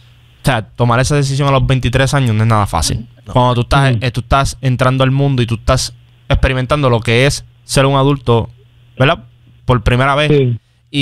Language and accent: Spanish; Puerto Rico